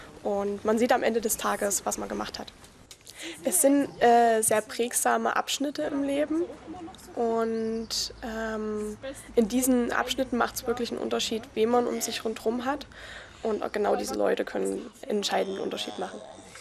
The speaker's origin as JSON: {"language": "German", "town": "Krandorf", "region": "Saxony", "country": "Germany", "tie": "born or raised there", "said": "So ziemlich alles. Also Krandorf ist halt meine Heimat. Hier gehöre"}